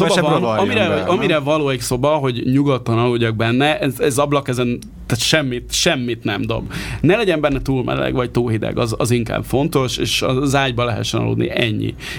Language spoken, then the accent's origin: Hungarian; Hungary